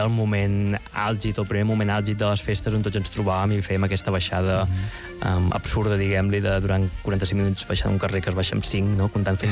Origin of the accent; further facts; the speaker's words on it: Mataró, Catalonia, Spain; now in Barcelona, Spain; De dir, no, jo no vull ser de Barcelona, jo vull ser de Mataró. Ara soc oficialment de Barcelona. Soc de Sants, diríem.